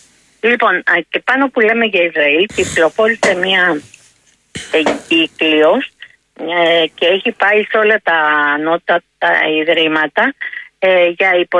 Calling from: Greece; εμείς σαν Έλληνες δεν το έχουμε.

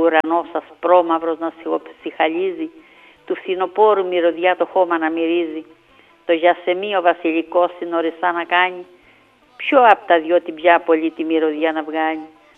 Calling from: Crete, Greece

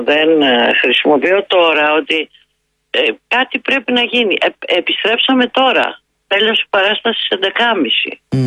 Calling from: Vyronas, Attica, Greece

